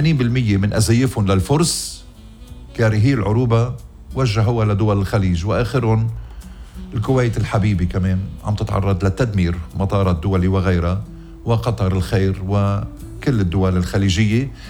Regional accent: Lebanon

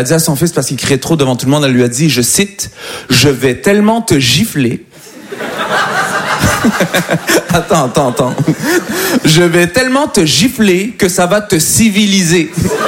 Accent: Montreal, Quebec, Canada; moved away as an adult; now in Paris, France; je viens de Montréal.

